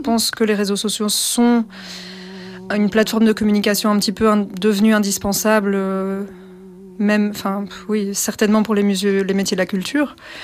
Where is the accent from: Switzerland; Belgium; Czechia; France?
Belgium; Brussels, Brussels-Capital Region; je suis bruxelloise et chanteuse d'opéra.